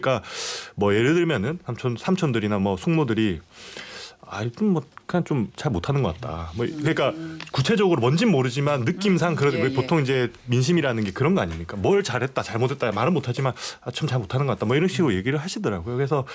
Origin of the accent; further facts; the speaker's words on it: Busan, South Korea; 제가 이제 고향이 부산이고 제 외갓집이나 친가 다 부산이신데